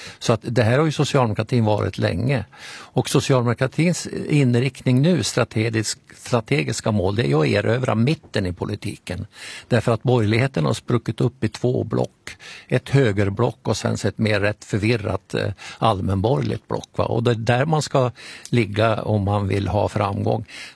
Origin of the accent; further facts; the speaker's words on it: Norrsundet, Gävleborg County, Sweden; moved away; hemma i Norrsundet var det också alla röstar på sossarna